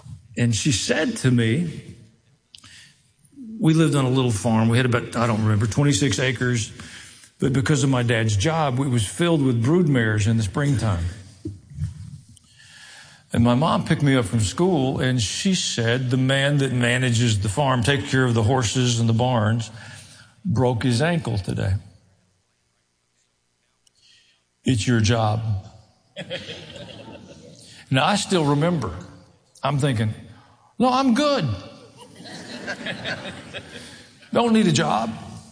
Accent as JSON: {"language": "English", "region": "Tennessee", "country": "United States", "tie": "born or raised there"}